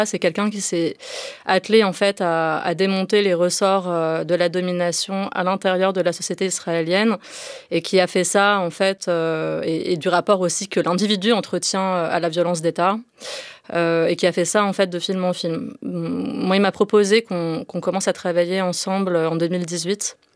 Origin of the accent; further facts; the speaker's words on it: France; Moi, je suis française, je suis une productrice française.